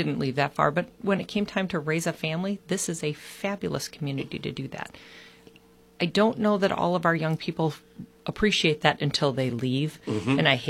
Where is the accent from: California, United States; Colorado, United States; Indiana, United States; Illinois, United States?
Illinois, United States; I'm from Putnam County originally